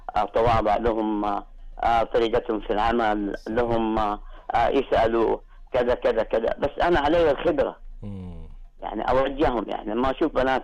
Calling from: Jeddah, Makkah Province, Saudi Arabia

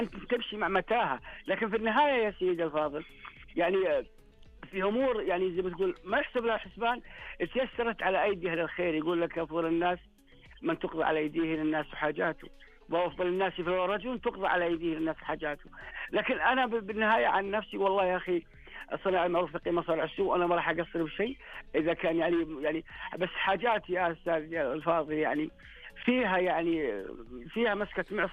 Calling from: Buraydah, Al-Qassim, Saudi Arabia

